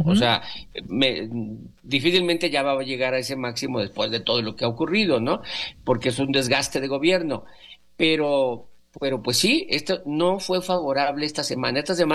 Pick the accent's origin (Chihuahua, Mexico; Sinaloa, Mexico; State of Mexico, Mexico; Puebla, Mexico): Sinaloa, Mexico; Culiacán; Vamos, sí, yo soy de Culiacán.